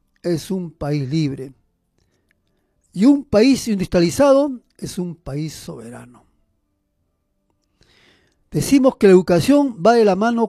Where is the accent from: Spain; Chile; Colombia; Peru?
Peru; Acá nacemos, acá nos quedamos y acá vamos a morir, como peruanos que somos.